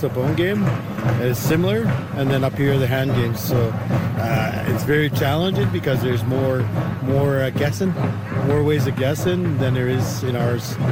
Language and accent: English; North Vancouver, British Columbia, Canada; I'm from the Squamish Nation, located in North Vancouver, BC. On my mother's side, I'm also from Pelly Cross, and I'm North Shoshone, my father's side